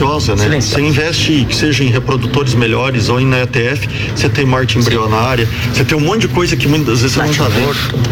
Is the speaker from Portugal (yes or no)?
no; São Joaquim, Santa Catarina, Brazil; Eu sou natural de São Joaquim, né?